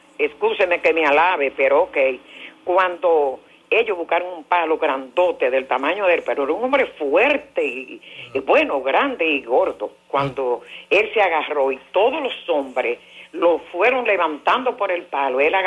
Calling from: Dominican Republic; yo vivo en Monte de las Aguas.

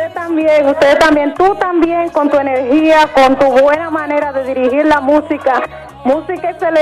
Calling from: Styria, Austria; yo vivo en Austria, en una ciudad pequeña, en una región pequeña que se llama Steiermark, donde hay de todo un poco y se vive bien, estamos felices aquí.

